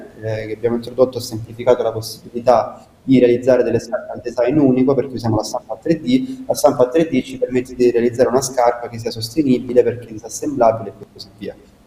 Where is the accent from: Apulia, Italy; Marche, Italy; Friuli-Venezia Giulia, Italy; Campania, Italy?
Apulia, Italy; Casarano; nonostante se io e Marco siamo nati e cresciuti a Caserano